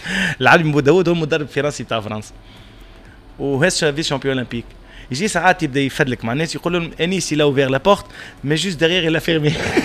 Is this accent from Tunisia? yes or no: yes; Tunisia; انا طلعت من تونس وخدمت ستاف تونسي وتعب تونسي